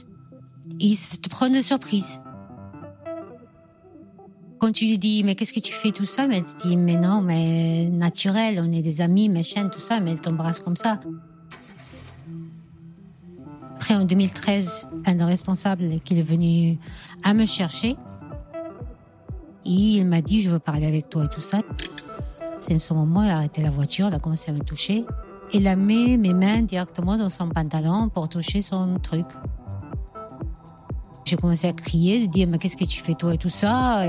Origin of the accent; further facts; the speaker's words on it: Spain; moved away as an adult; also born or lived in Tangier, Morocco / Canary Islands; now in France; Je suis d'origine de Tanger, Maroc, mais j'ai grandi en Espagne.